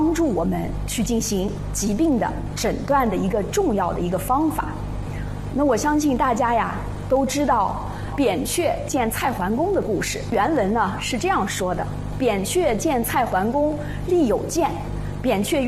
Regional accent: China; 我们中国人

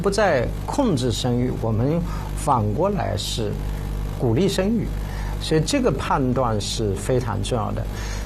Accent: China; 我们中国人

